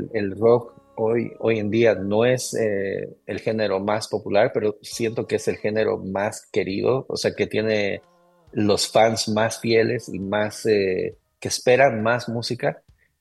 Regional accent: Cochabamba, Bolivia; yo empecé el 2009 en Bolivia, yo soy boliviano, en Cochabamba, Bolivia.

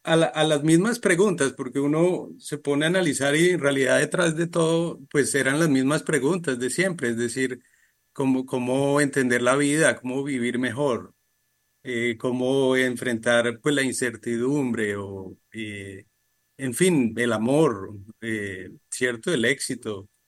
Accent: Colombia; moved away as an adult; now in Thailand; Yo pues nací en Colombia y crecí allí pues toda la vida hasta la universidad

